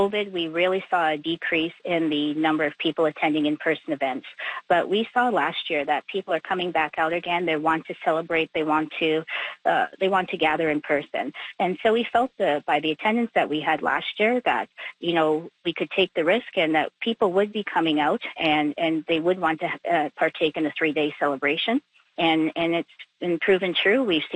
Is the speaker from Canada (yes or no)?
yes; Canada; born there; I'm a Black Canadian person. I was born in Canada, a child of immigrants.